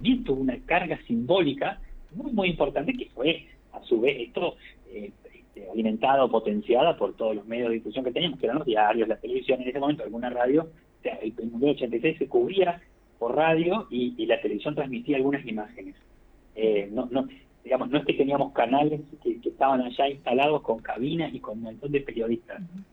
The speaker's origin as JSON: {"language": "Spanish", "country": "Argentina", "said": "cuando se trata de la selección y de que juega Argentina, somos todos argentinos, somos los 50 millones de argentinos"}